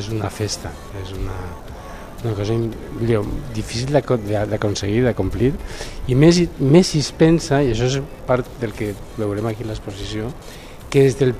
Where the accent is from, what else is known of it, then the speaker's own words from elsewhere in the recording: Valencian Community, Spain; born there; Jo vivia a un poble petit, a València